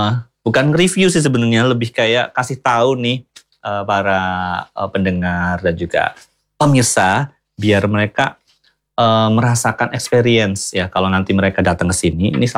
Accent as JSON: {"language": "Indonesian", "area": "Banyumas", "region": "Central Java", "country": "Indonesia", "tie": "born or raised there", "accent": "Ngapak (Banyumasan)", "said": "kalau aku kan asli Banyumas."}